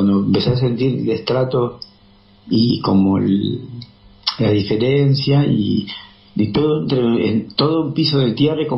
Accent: Lomas de Zamora, Buenos Aires Province, Argentina; born there; now in General Roca, Argentina; estoy viviendo en la ciudad de General Roca, que es el Alto Valle de Río Negro. Ajá. Pero yo nací en Lomas de Zamora, yo nací entre Fiorito y Villa Albertina, que era Villa de Miseria en ese tiempo

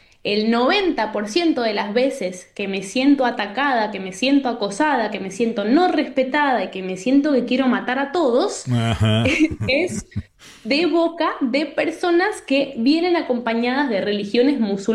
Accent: Argentina; moved away; Yo, creciendo en Argentina, no sé cómo será la situación hoy porque hace 3 años que no voy, pero yo nunca había visto una burka en vivo

